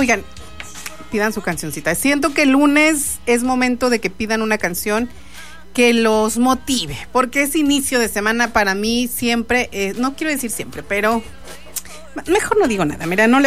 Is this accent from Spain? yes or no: no; Mexico; así somos los mexicanos, bien mañosos.